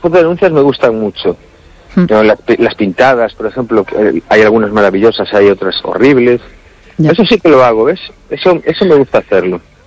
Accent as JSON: {"language": "Spanish", "town": "Cangas", "region": "Galicia", "country": "Spain", "tie": "born or raised there", "said": "de cuando vivíamos de mi infancia en Masó, allí en Cangas"}